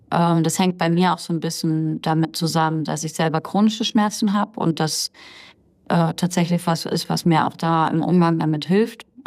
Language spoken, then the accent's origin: German; East Germany, Germany; also ich komme einmal aus dem Osten Deutschlands